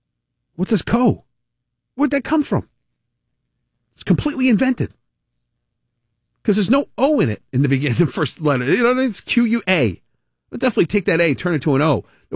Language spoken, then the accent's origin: English; Rhode Island, United States; I'm born and raised in Rhode Island.